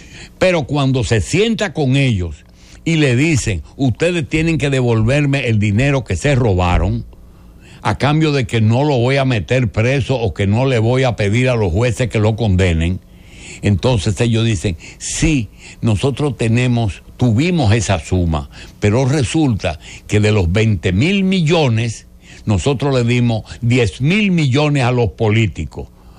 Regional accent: Dominican Republic; ¿qué es lo que está pasando en mi país?

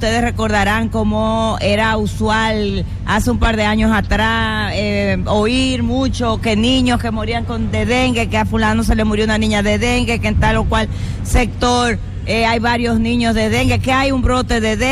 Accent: Moca, Espaillat, Dominican Republic; Señores, yo siempre me pierdo, pero es que ustedes saben que yo soy de Moca.

